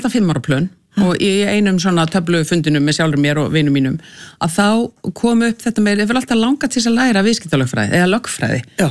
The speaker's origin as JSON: {"language": "Icelandic", "town": "Reykjavik", "region": "Capital Region", "country": "Iceland", "tie": "born or raised there", "said": "en ég uppalinn í Reykjavík, skólagangan var hérna í beðaltunni, sko."}